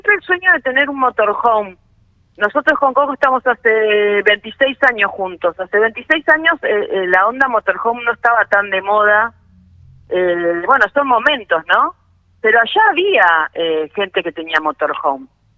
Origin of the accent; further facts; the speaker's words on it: Astra, Chubut, Argentina; yo hace 58 años que vivo en Astra. Entonces, para mí, personalmente, Astra tiene un valor simbólico muy importante porque es mi barrio, es mi hogar. Yo soy astrense.